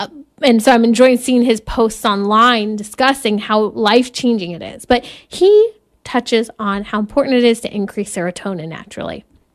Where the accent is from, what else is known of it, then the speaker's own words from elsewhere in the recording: California, United States; what happens here in my home state of California.